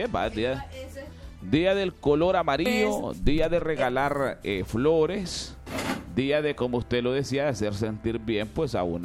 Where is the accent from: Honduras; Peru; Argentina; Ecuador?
Honduras; lamentablemente en Honduras nosotros, ¿qué es lo que nos copiamos?